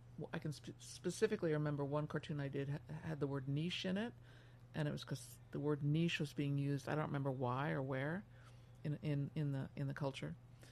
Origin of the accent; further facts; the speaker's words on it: Washington, District of Columbia, United States; I grew up in Washington, D.C. during Watergate, so surrounded by politics